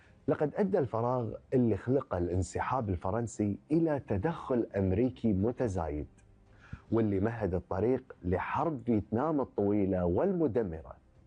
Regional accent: Kuwait; في ديرتنا الحبيبة الكويت استمرت مسيرة بناء الدولة الحديثة بخطى واثقة وثابتة

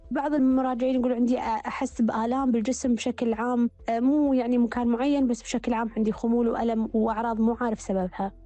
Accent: Kuwait; مثل ما احنا عندنا بالكويت

